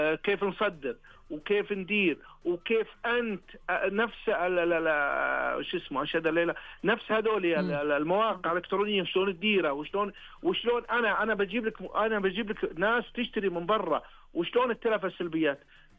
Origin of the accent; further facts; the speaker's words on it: Saudi Arabia; كسعوديين حنا